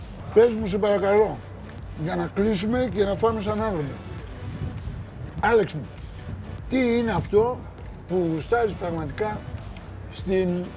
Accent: Thessaloniki, Central Macedonia, Greece; now in Athens, Greece; Χαίρομαι πάρα πολύ που πήρα την απόφαση να κάνω μια καταδρομική στην πόλη μου.

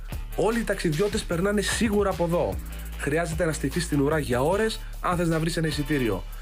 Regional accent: Greece

